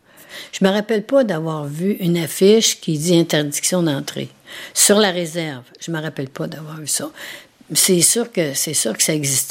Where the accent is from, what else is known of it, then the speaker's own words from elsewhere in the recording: Wendake, Quebec, Canada; Je suis née ici à Wendake, j'ai de 75 ans et plus.